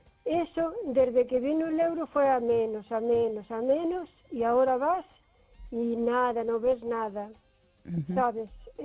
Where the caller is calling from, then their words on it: O Carballiño, Galicia, Spain; de Carballiño.